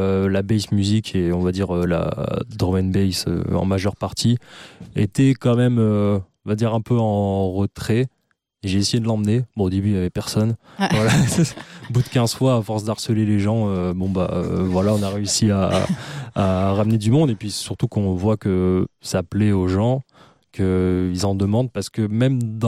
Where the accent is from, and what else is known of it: Auvergne-Rhône-Alpes, France